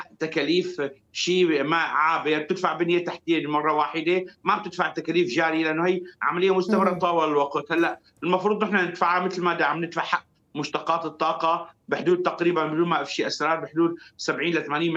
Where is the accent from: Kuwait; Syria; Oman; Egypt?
Syria; لانه انا كمواطن سوري عم ادفع حق البنزين والمازوت والكهرباء بالليره السوري